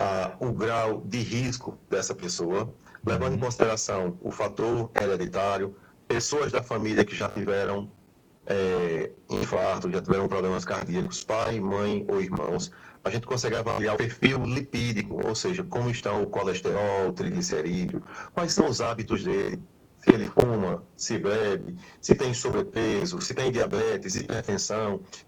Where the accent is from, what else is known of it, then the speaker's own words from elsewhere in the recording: Serra Talhada, Pernambuco, Brazil; Eu sou de Serra Talhada, sou da capital do Chachado. Então aqui o forró reina, né? Forró